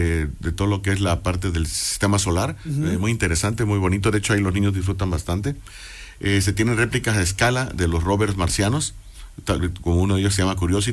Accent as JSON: {"language": "Spanish", "town": "Tres Valles", "region": "Veracruz", "country": "Mexico", "tie": "born or raised there", "said": "Yo empecé a ver a partir de la 2, porque la 1 yo todavía estaba en mi pueblo, en Tres Valles, Veracruz"}